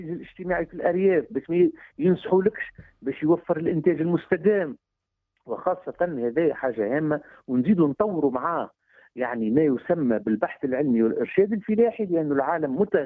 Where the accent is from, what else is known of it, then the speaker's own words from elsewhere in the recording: Tunisia; عندنا في تونس